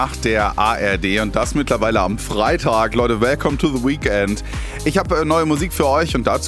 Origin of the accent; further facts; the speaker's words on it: Minden, North Rhine-Westphalia, Germany; ich komme aus Minden bei Bielefeld, ja. Bielefeld gibt es wirklich, finde niemand lustig, der da aus der Ecke kommt.